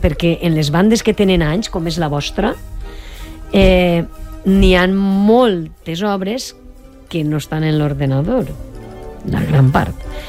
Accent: Valencian Community, Spain; En el meu poble, en la Pobla

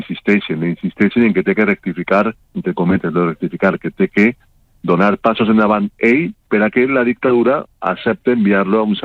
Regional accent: Novelda, Valencian Community, Spain; he presentat el llibre al País Valencià, a Oriola, a Alacant, a Elx, al meu poble, Nubalda, la setmana passada a València

